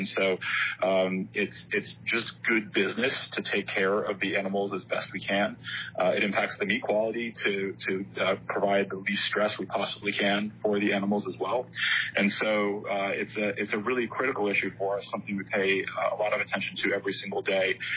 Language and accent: English; the South, United States; I'm from the South, and so I've always loved a good chili dog.